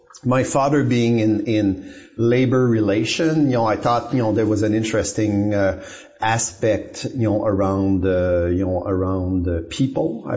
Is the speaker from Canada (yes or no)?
yes; Laval, Quebec, Canada; So I grew up in Laval, Saint-Vincent-de-Paul. You know, Saint-Vincent-de-Paul was very well known because it was the biggest prison in Canada years ago. So I grew up naturally outside the walls of this of this prison